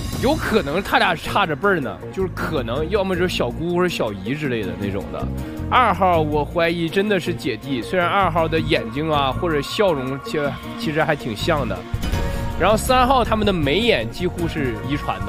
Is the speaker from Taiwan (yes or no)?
no; Northeast China, China; 对，这是咱东北的方式。